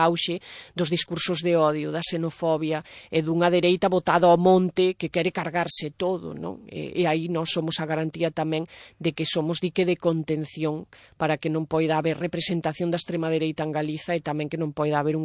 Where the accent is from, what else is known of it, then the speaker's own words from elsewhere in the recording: Ribeira de Piquín, Galicia, Spain; eu son da Ribeira de Piquín, vamos, que ademais eu vivín hasta os 18 anos nun concello de media montaña.